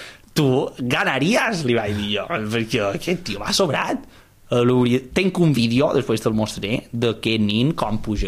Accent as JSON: {"language": "Catalan", "town": "Pollença", "region": "Balearic Islands", "country": "Spain", "said": "jo soc de Pollença."}